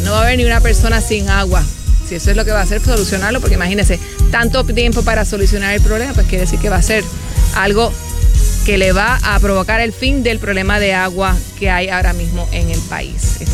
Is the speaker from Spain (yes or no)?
no; Patillas, Puerto Rico; Nací y criado. ¿De la lechonera y eso es campo? Porque yo vengo de Patilla y eso es campo.